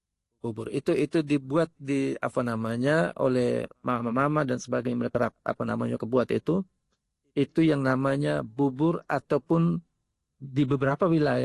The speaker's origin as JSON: {"language": "Indonesian", "region": "East Nusa Tenggara", "country": "Indonesia", "said": "Ini ciri khas untuk kami orang Nagekeo, ketika dalam urusan-urusan adat itu selalu menggunakan atau mengenakan yang namanya gaba ataupun beweko ini."}